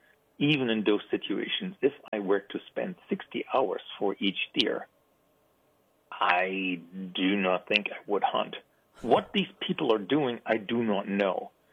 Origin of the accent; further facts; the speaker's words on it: Germany; moved away; So I grew up in Germany, so I followed hunting culture in Germany a little bit.